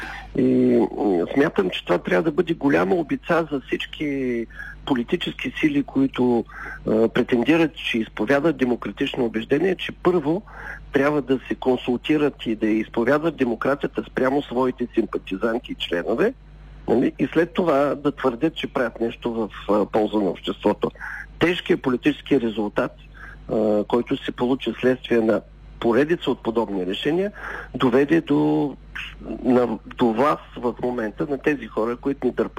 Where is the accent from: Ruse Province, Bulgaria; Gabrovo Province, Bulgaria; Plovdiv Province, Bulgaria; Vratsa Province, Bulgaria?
Plovdiv Province, Bulgaria; Plovdiv; в моята махала в Пловдив, аз съм израснал в центъра на Пловдив